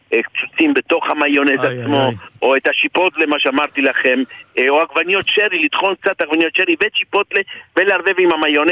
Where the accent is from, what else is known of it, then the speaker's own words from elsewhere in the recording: Argentina; now in Israel; שאני מאוד אוהב בתור ארגנטינאי